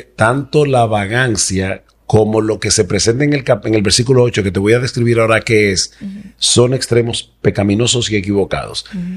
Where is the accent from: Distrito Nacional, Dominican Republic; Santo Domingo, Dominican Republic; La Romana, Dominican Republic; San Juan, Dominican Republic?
San Juan, Dominican Republic; San Juan de la Maguana; cuando yo era pequeño, en el pueblo donde yo nací, en San Juan de la Maguana